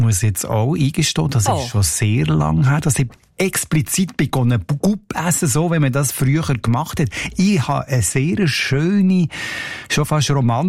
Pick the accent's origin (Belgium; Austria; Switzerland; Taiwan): Switzerland; Deitingen, Solothurn; Ich bin an der Autobahn aufgewachsen. Aha. Autobahn A1, Teitigen.